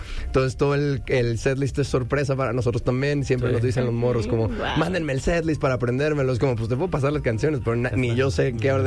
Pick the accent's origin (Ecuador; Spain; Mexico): Mexico; Guadalajara, Jalisco; moved away as an adult; now in Mexico City, Mexico; somos de Guadalajara, nos vinimos a vivir a la Ciudad de México.